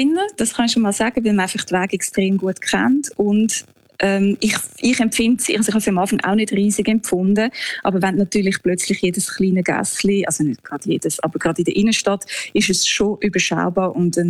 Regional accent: Zurich, Switzerland; now in Hanover, Germany; Am Zürichsee, ja, den vermisse ich natürlich schon, gell?

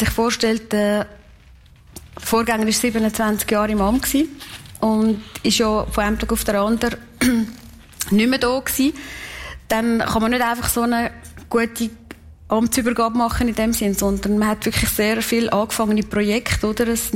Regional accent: Kaltbrunn, St. Gallen, Switzerland; born or raised there

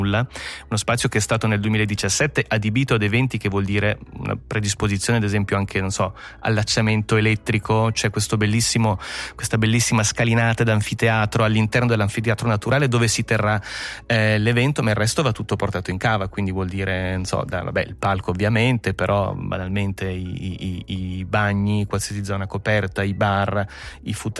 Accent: Mendrisio, Ticino, Switzerland; Io sono nato e cresciuto a Mendrisio

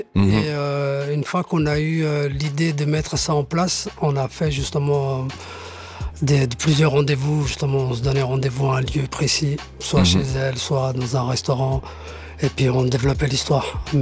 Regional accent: Geneva, Switzerland; c'est un mec de Plan-les-Ouates, donc il est pas très loin de chez moi. Enfin, de là où j'ai grandi.

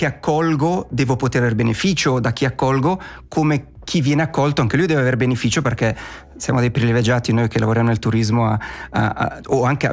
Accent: Ticino, Switzerland; noi ticinesi e ticinesi viviamo il nostro territorio e adoriamo il nostro territorio

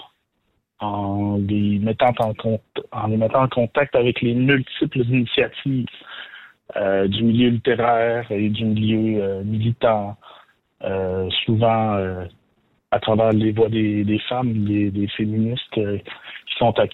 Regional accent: Quebec, Canada; born or raised there

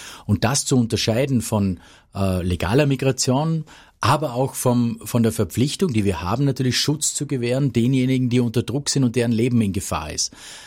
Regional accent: Höchst, Vorarlberg, Austria; aber natürlich kenne ich die Schweiz gut, weil ich eben an der G

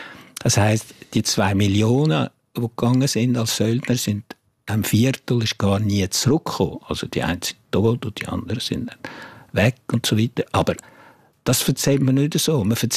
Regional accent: Bourgogne-Franche-Comté, France; German is a second language; Nein, ich finde einfach, ich bin von da, ich bin im Jura aufgewachsen, ich bin ein Freund vom Zürichsee oder vom Genfersee und ich gehe gerne in den Alpen wandern. Also warum soll ich jetzt als Franzose schreiben, oder?

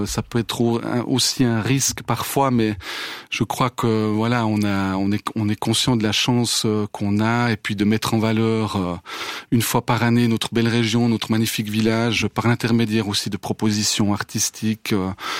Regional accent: La Chaux-du-Milieu, Neuchâtel, Switzerland; Oui, je suis un habitant du village, je suis né à la Chaux du Milieu, et puis c'est vrai que dès l'enfance, j'ai été bercé vraiment par l'ambiance du Corbac Festival

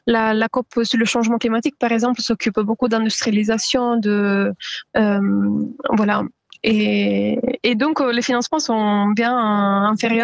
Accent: Southern Italy, Italy; French is a second language; now in France; Moi, personnellement, je suis italienne, je viens du sud d'Italie, et c'est vraiment visible.

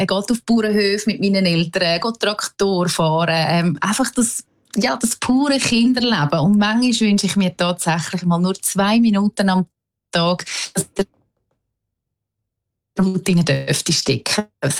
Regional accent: Benken, Switzerland; Ich bin in Bänken aufgewachsen, in meinem kleinen Dorf.

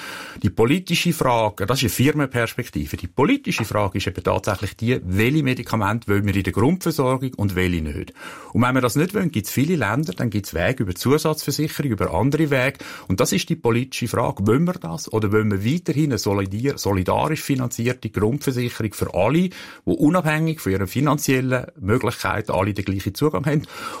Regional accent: Switzerland; schwierig für uns als Schweizer, als Europäer.

